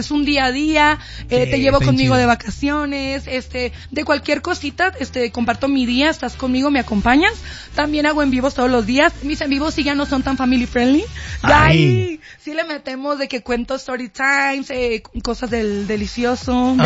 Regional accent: Jalisco, Mexico; now in Oklahoma, United States; Vengo desde Oklahoma, pero Oklahoma. Soy de Jalisco.

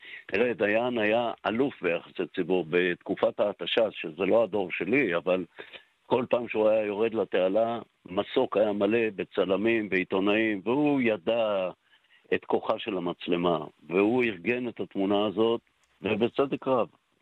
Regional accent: Jerusalem, Jerusalem District, Israel; ואני בעצמי גדלתי בעיר העתיקה ואני חוזר אליה

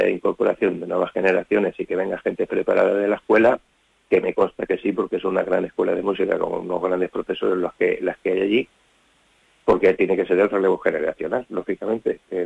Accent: Villarrobledo, Castilla-La Mancha, Spain; Cuando yo empecé a estudiar música en Villarrobledo, que yo soy natural de Villarrobledo

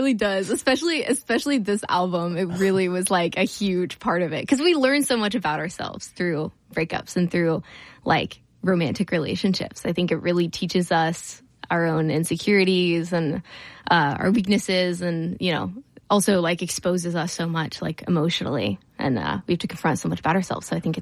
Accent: Chillicothe, Ohio, United States; now in Columbus, United States; I grew up in Chillicothe originally.

